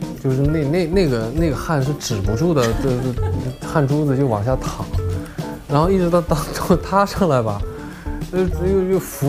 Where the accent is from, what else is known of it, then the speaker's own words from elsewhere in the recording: Zhejiang, China; 我是浙江人，然后呢，我用浙江话来形容